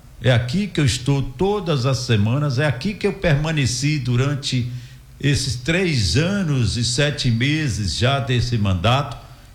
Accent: Guanambi, Bahia, Brazil; o povo da minha terra

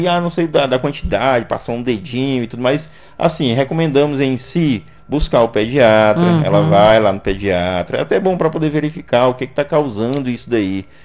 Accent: Brazil; Sou brasileiro, torço pela minha nação, pela seleção.

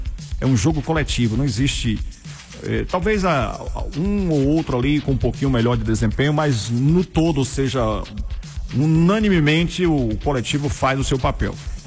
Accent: Brazil; nós enquanto brasileiros

